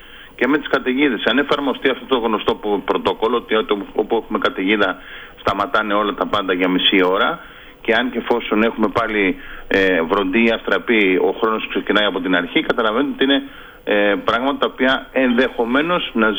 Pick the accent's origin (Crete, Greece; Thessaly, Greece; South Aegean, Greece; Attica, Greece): South Aegean, Greece; Rhodes; Εγώ κατάγομαι από την περιφέρεια, είμαι από τη Ρόδο.